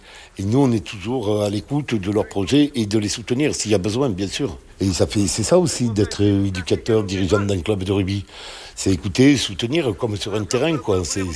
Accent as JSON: {"language": "French", "town": "Grenade-sur-Garonne", "region": "Occitanie", "country": "France", "accent": "Grenade-sur-Garonne", "lives_now": "Saint-Malo, France", "said": "Alors mon accent, non, il n'est pas tout à fait de Saint-Malo, il est d'un côté aussi sympa qui s'appelle Grenade sur Garonne"}